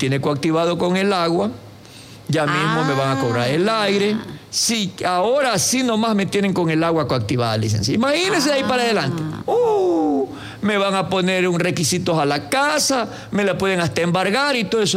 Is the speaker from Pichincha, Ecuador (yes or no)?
yes; Quito, Pichincha, Ecuador; Usted es quevedeño. Usted sabe, yo soy quiteño.